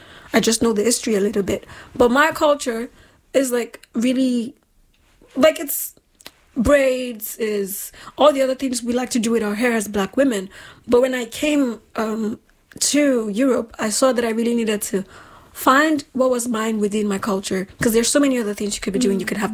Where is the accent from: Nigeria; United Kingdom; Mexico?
Nigeria; moved away; I think I really, because I grew up in Nigeria. I wasn't black until I moved out of Nigeria.